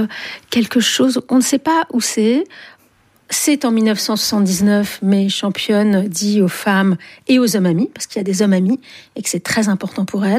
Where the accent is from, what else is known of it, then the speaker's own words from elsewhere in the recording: Algiers, Algiers Province, Algeria; j'ai grandi à Alger, qui était un pays très viril, masculin